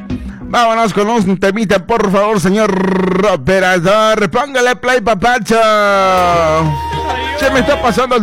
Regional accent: Bolivia; nosotros somos unos madrugadores, gente del oriente, así igual que los del occidente, somos bolivianos

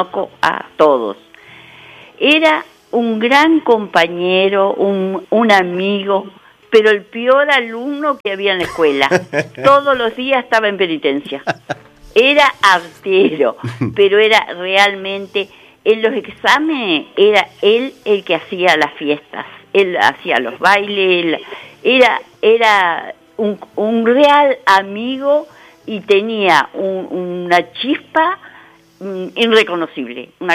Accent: Chamangá, Flores, Uruguay; now in Sarandí Grande, Uruguay; nos criamos juntos en Chamangá.

